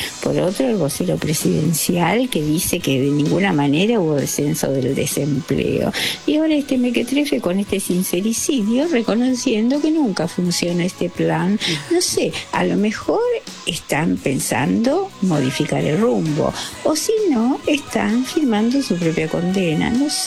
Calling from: Buenos Aires, Argentina; de Balvanera.

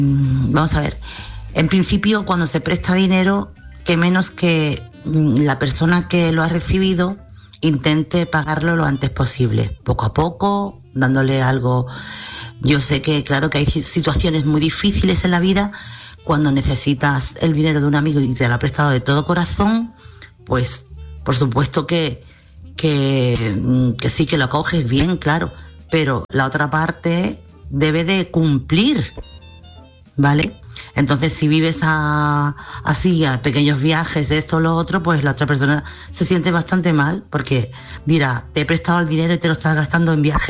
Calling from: Chiclana de la Frontera, Andalusia, Spain; corresponsal de Chiclana.

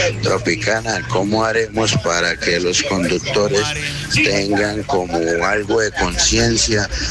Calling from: Bucaramanga, Santander, Colombia

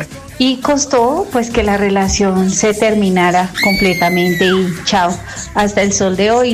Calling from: Ubaté, Cundinamarca, Colombia; te estoy llamando desde Ubaté, Cundinamarca.

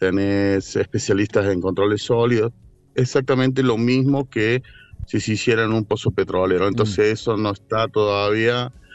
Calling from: Córdoba, Argentina; Acá en Córdoba, sí.

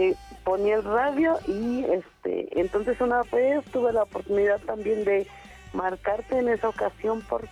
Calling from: Naucalpan, State of Mexico, Mexico; en la segunda sección del Tejocote, Naucalpan.

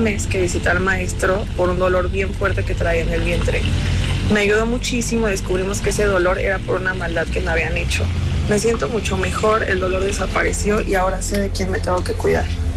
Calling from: Guerrero, Mexico; te escucho desde Costa Azul. … tengo 31 años.

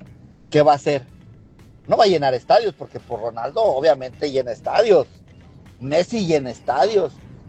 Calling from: Mexico; soy mexicano.

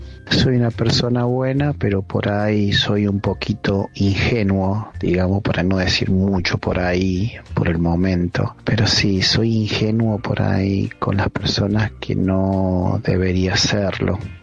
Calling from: Villa María, Córdoba, Argentina; de Villa María, Córdoba. Es una ciudad que queda en la provincia de Córdoba.

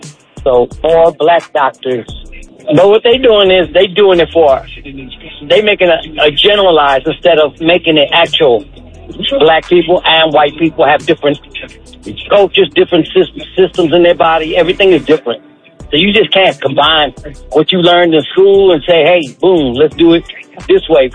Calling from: Tomball, Texas, United States; I'm calling from Tomball, Texas.

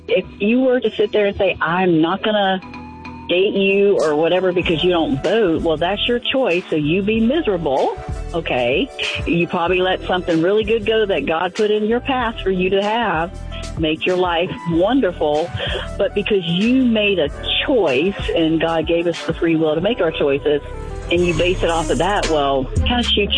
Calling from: Green Cove Springs, Florida, United States; I'm calling from Green Cove Springs, Florida.

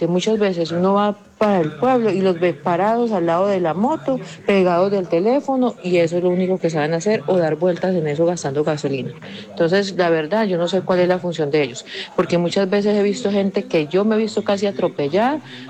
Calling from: La Unión, Colombia; de La Unión.

